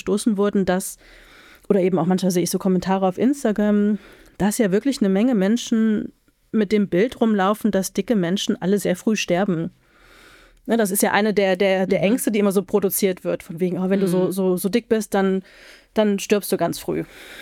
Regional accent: Halle, Saxony-Anhalt, Germany; ich komme aus Halle, meine Mutter kommt aus Berlin

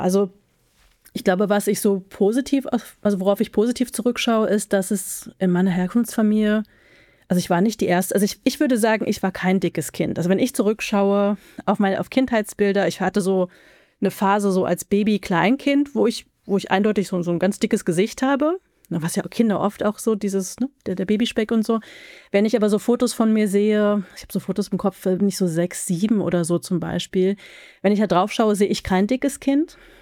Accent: Halle, Saxony-Anhalt, Germany; ich komme aus Halle, meine Mutter kommt aus Berlin und da war so der Rest oder war und ist der Rest der Familie.

